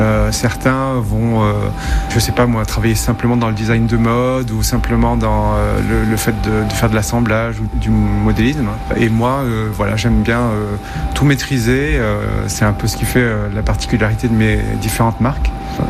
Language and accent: French; Ajaccio, Corsica, France; moved away as an adult; also born or lived in London / Paris; now in Bocognano, France; Je suis né à Ajaccio, j'ai grandi là-bas. Je suis parti pas mal d'années ensuite à Londres et Paris pour faire mes études et ensuite travailler dans le milieu de la mode. Je suis rentré en 2016 ici